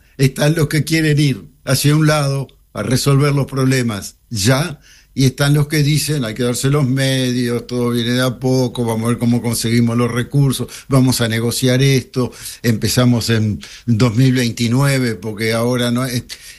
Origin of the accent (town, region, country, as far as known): Uruguay